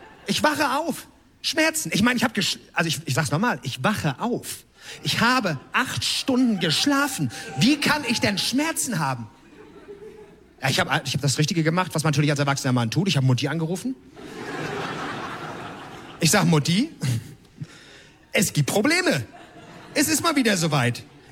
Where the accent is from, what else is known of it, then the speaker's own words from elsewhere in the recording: Northern Germany, Germany; Ich komme aus Norddeutschland.